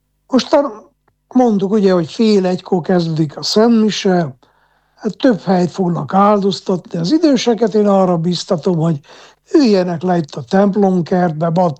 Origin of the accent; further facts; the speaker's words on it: Miercurea Ciuc, Harghita, Romania; én Csíkszeredában nőttem fel